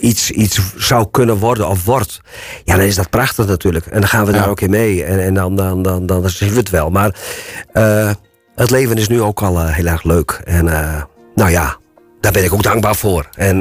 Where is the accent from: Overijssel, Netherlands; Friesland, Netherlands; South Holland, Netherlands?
Friesland, Netherlands; ik ben een Friese